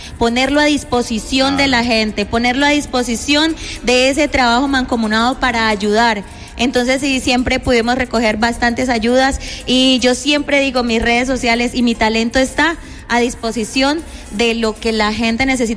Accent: Llanos, Colombia; born there; por darme ese privilegio de nacer en mi tierra llanera.

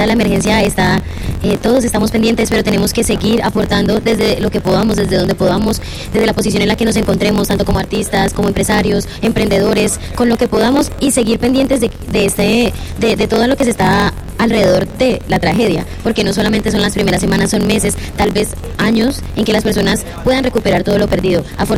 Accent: Los Llanos, Colombia; como llaneros y como colombianos

